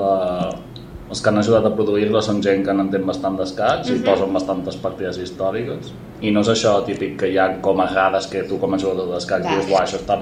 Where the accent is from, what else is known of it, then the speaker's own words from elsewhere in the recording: Catalonia, Spain; I llavors em van apuntar al club del meu poble, d'Ens, i el primer any que vaig jugar vaig quedar quart de Catalunya.